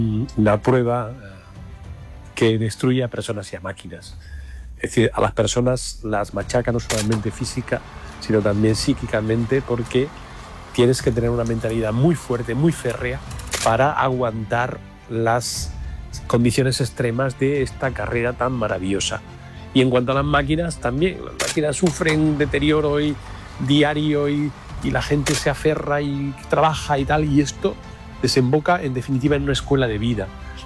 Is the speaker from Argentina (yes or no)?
no; Andújar, Andalusia, Spain; mi familia que me trajo aquí de pequeño, aquí me crié, aquí realicé mis primeros estudios, mis deportes, mis amigos, y en consecuencia, bueno, yo creo que engloba a toda la familia, engloba a todo el pueblo de Andújar